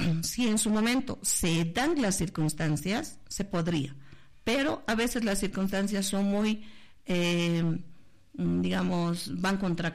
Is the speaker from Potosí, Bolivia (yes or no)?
yes; Potosí, Bolivia